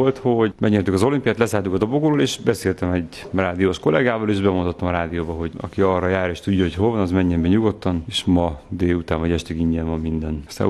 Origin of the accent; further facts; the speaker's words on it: Göd, Pest, Hungary; nem tudnék onnan elköltözni. Ez az első hely, ahol van Dunapart, vidék, ugyanakkor város, nincsenek panelházak. Azt mondom, hogy ha nem ide születtem volna, akkor szomorú lennék.